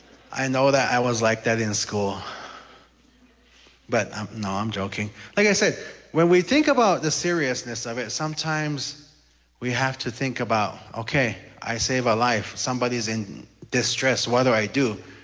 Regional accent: Zuni, New Mexico, United States; But I'm hoping that since we're all from Zuni, we know exactly where we are, right?

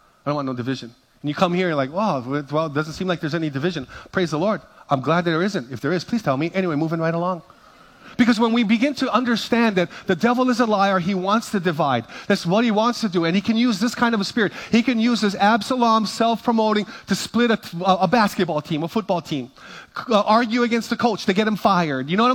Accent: Hawaii, United States; In Hawaii, we ask, what high school you went to?

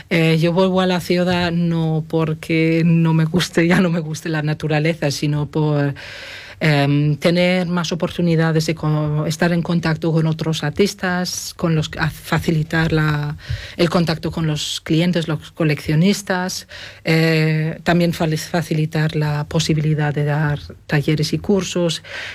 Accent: Northern Germany, Germany; Spanish is a second language; moved away as an adult; now in Amoeiro, Spain; como lo conocía de mi tierra natal

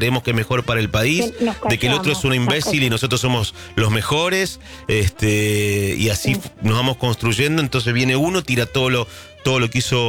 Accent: Argentina; y somos tan argentinos que bueno

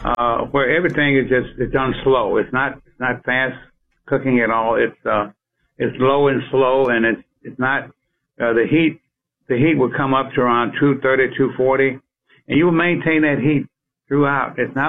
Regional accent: Nacogdoches, Texas, United States; my mom and the family moved to Nacogdoches when I was 2 years old.

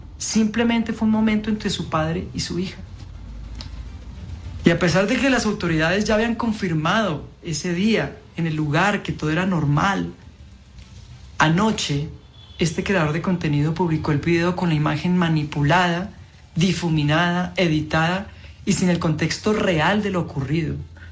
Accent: Colombia; soy actor colombiano.

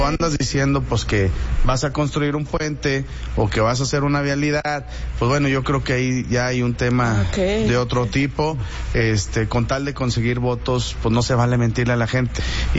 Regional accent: Saltillo, Coahuila, Mexico; para servir a mi ciudad, para servir a mi tierra, para servir a la gente y sobre todo para hacer cosas buenas por Saltillo.

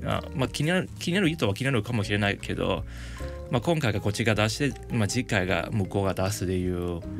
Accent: Hong Kong; 僕も一応香港出身で結構そういう、うん、まあ、東南アジア、まあ、香港中華文化

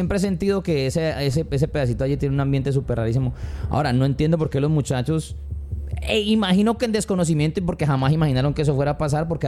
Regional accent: Cali, Valle del Cauca, Colombia

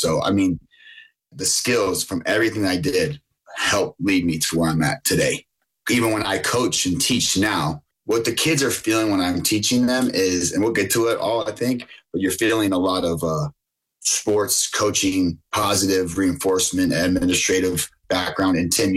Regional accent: Buffalo, New York, United States; So I would not be who I am if I was not from Buffalo. I take Buffalo so serious, and I love Buffalo.

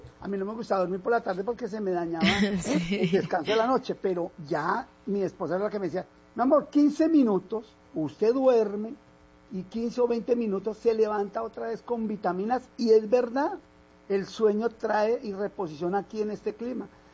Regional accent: Bogotá, Colombia; Porque como yo soy rolo, a mí me gusta estar activo. O sea, uno de Bogotá viene en una actividad que es muy diferente al clima.

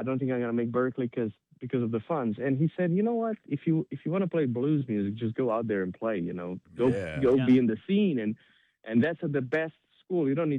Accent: Romania; moved away as an adult; now in United States; I was 20 years old, so I was born and raised in Romania in a very musical family.

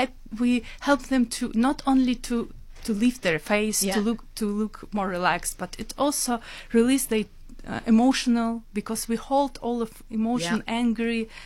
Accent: Russia; English is a second language; now in Cape Town, South Africa; I'm originally from Russia

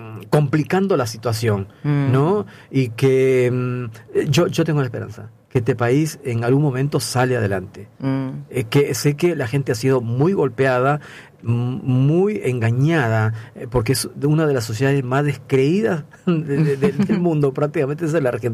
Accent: Peru; Del Perú.

